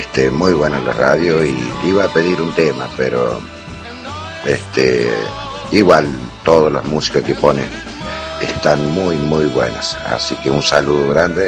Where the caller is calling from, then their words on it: Villa Mercedes, San Luis, Argentina; ya que vivía en Mercedes.